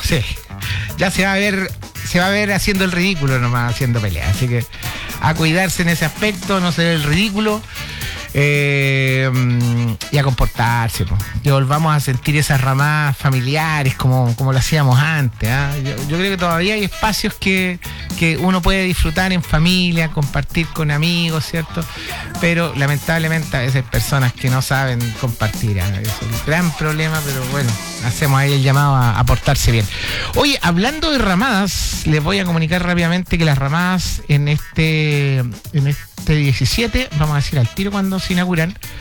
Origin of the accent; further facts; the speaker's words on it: Chile; Que se note que somos chilenos. Nos llenamos la boca diciendo que somos chilenos